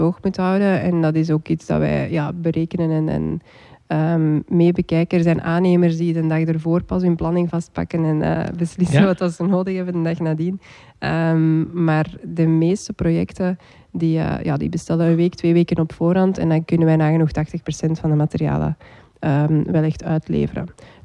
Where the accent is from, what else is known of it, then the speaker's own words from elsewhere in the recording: Puurs-Sint-Amands, Flanders, Belgium; wij zijn afkomstig uit Antwerpen, het Lippeloze.